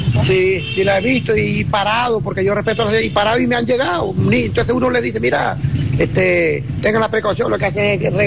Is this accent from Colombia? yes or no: no; El Tukuko, Zulia, Venezuela; soy del Tocuco. Me dedico aquí a trabajar mototaxi.